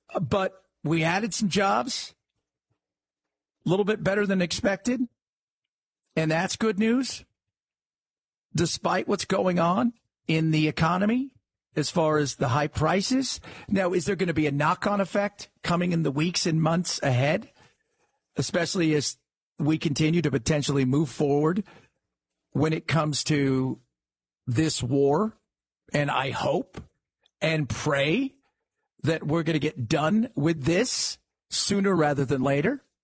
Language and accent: English; Los Angeles, California, United States; So Look, I grew up in Los Angeles. Growing up in Southern California